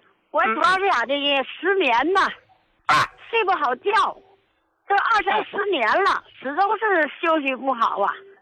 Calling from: Jilin, China; 我是吉林的。我是你的老朋友了，胡老啊，感谢你啊，你给我们患者带来了一些个健康，谢谢你啊，胡老啊，我今年75岁了

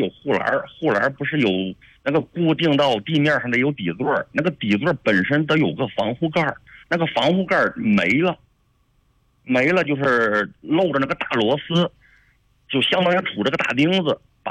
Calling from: Shijiazhuang, Hebei, China; 我是石家庄这边开车去那个郑州新密去办事，

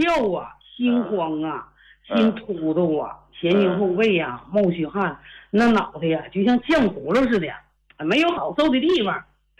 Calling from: Shenyang, Liaoning, China; 我家是那个沈阳的，大东的。

